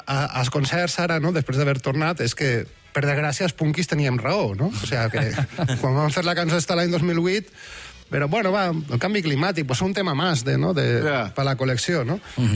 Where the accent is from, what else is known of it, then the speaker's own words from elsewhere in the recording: Valencian Community, Spain; I això ho sabem, és que som de la Marina.